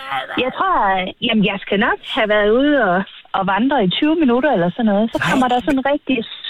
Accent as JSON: {"language": "Danish", "town": "Fredericia", "region": "Region of Southern Denmark", "country": "Denmark", "tie": "born there", "said": "det her det er min fødeby"}